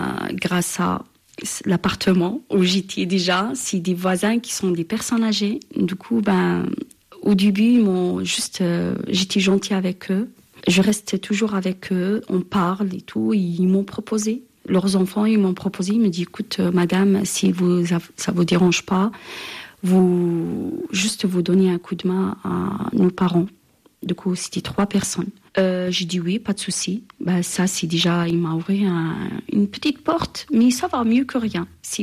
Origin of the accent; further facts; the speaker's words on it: Algeria; French is a second language; moved away as an adult; now in France; je suis algérienne. J'étais, quand j'ai rentré en France, je ne sais même pas parler français. Je connais 2 mots, merci et bonjour.